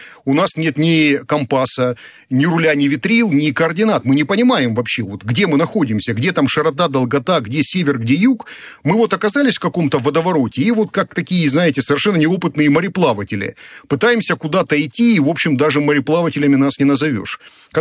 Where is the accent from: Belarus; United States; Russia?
Russia; Rostov-on-Don, Rostov Oblast; Я сам ростовчанин. Вот я родился в Ростове-на-Дону.